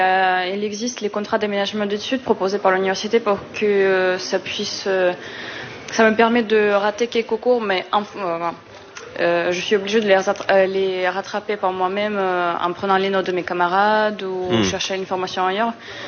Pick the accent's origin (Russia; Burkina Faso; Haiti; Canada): Russia; French is a second language; now in Poitiers, France; Oui, je suis étrangère, je viens de Russie.